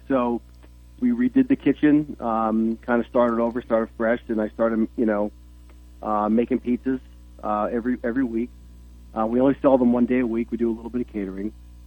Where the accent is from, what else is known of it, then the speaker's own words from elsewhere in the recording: Nesquehoning, Pennsylvania, United States; now in Pittston, United States; I am from a small little town in northeastern Pennsylvania called Nesquehoning.